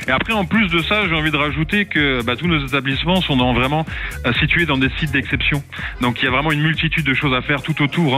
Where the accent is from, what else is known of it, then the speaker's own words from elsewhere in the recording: Brussels, Brussels-Capital Region, Belgium; now in France; Alors, moi, je suis un Belge expatrié depuis très très longtemps, hein, mais je viens plutôt de Bruxelles, mais c'est pas grave. J'ai de la famille qui est dans les Ardennes, j'ai de la famille qui est en Flandre.